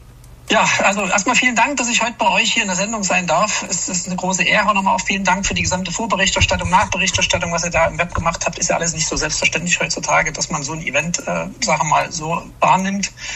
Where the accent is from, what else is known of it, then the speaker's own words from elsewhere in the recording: Chemnitz, Saxony, Germany; born there; ich komme ja selber aus der DDR.